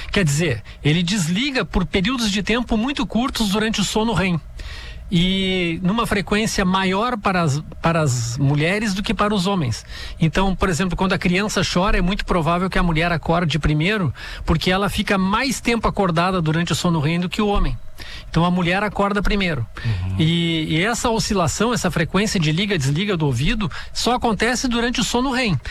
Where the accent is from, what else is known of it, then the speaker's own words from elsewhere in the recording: Bom Jesus, Rio Grande do Sul, Brazil; moved away; Eu me criei em Bom Jesus